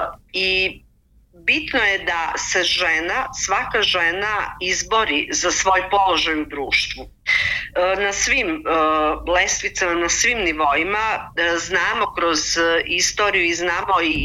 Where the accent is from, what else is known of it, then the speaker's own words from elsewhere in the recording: Serbia; kod nas u Srbiji sve više o tome i o toj temi priča